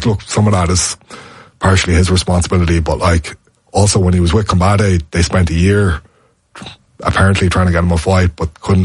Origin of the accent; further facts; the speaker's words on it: Ireland; because I'm an Irish guy and it was in Germany and it was an Irish guy fighting a Slovakian.